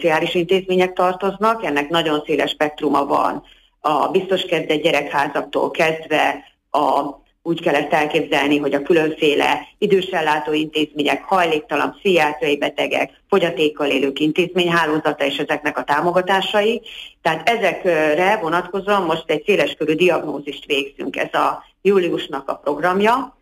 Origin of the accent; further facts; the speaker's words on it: Miskolc, Borsod-Abaúj-Zemplén, Hungary; arra rátanultam miskolciként is, mivel 52 éve ebbe a térségbe élek